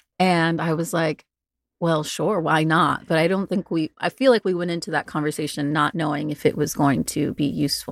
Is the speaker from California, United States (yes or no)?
yes; Chowchilla, California, United States; it was at the women's prison where I grew up near Chowchilla.